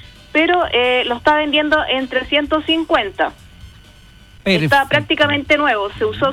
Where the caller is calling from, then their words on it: Concepción, Biobío, Chile; Desde Concepción.